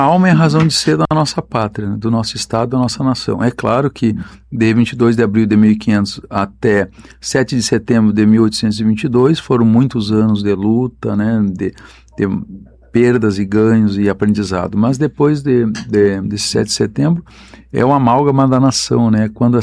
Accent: Santiago, Rio Grande do Sul, Brazil; also born or lived in Santa Maria, Brazil / Porto Alegre, Brazil; Eu nasci numa cidade militar, nasci em Santiago, estudei em Santa Maria. Passei algumas vezes por Porto Alegre, então meu trânsito era Santiago, Santa Maria e Porto Alegre, esse eixo do maior contingente militar do Brasil, né, o Terceiro Exército. Nasci e me criei ao fundo do quartel-general.

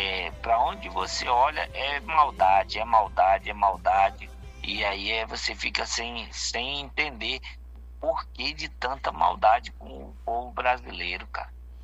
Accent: Presidente Figueiredo, Amazonas, Brazil; como eu sou de Presidente Figueiredo, eu tenho um monte de parente

